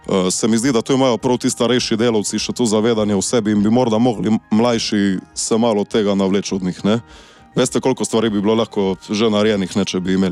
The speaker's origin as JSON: {"language": "Slovenian", "town": "Vrbica", "region": "Littoral–Inner Carniola", "country": "Slovenia", "tie": "born or raised there", "said": "Ja, jaz prihajam iz Vrbice pri Ilirski Bistrici, kjer sem tudi zaključil osnovno šolo."}